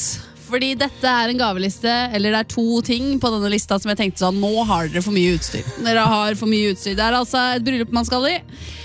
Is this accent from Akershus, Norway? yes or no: yes; Bærum, Akershus, Norway; Noen ganger skjønner jeg at jeg er fra Bærum